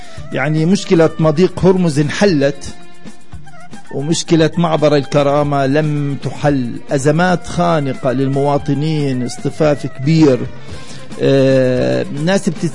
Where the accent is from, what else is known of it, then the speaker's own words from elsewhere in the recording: Bethlehem, West Bank, Palestine; عندنا في بيت لحم أزمة في مياه الشرب، أزمة رواتب، أزمة وقود